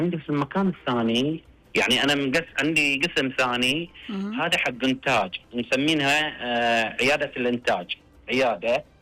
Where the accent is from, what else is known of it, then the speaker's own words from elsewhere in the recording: Qatif, Eastern Province, Saudi Arabia; إحنا البلبول عندنا منتشر عندنا في القطيف بشكل كبير.